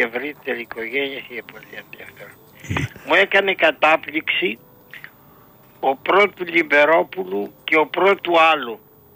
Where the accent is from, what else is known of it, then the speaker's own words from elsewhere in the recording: Peloponnese, Greece; Στην Νότια Λακωνία. Και έκανε τα μπάνια του στην Πλήτρα. Η Πλήτρα είναι κάτω από τους Μουλάους.